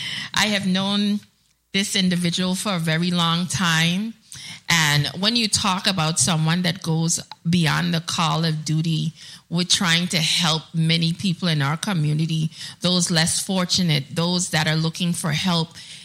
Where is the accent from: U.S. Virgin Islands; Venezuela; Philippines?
U.S. Virgin Islands; there's a spot in the Caribbean called the Virgin Islands, and we are all proud Virgin Islanders.